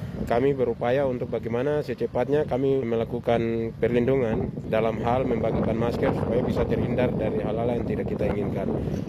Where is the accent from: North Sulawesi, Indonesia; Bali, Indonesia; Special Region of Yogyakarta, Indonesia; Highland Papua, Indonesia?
Highland Papua, Indonesia; Wamena; buat kami warga Wamena dan sekitarnya.